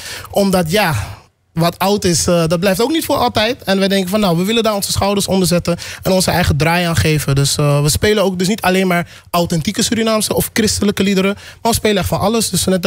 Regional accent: Almere, Flevoland, Netherlands; Want volgens mij zeg ik heel vaak dat we uit Almere komen. En maken we ook heel vaak reclame voor Almere.

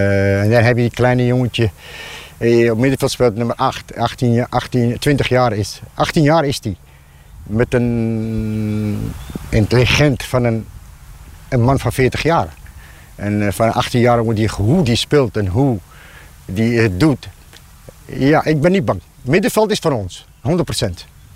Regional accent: Lelystad, Flevoland, Netherlands; Ja, ik ben opgegroeid in Lelystad.

